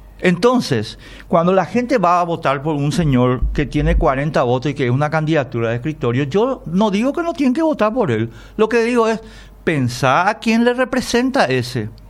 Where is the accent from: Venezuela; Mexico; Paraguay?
Paraguay